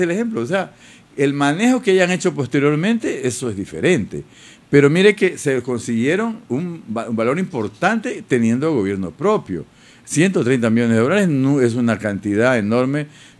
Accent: Esmeraldas, Ecuador; born there; also born or lived in Biche; yo nací en Majua, en Chinca, viví en Biche

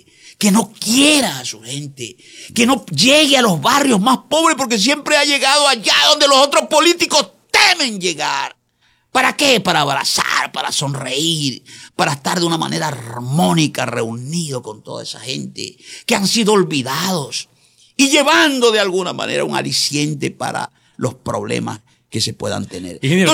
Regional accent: Quinindé, Esmeraldas, Ecuador; Yo soy campesino, Manolito, yo nací en la Marujita City, que ahora le pongo Marujita City.

